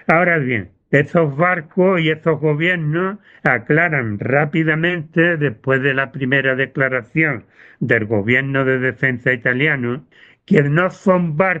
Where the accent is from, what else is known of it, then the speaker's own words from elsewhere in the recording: Spain; hablo de España, el grupo español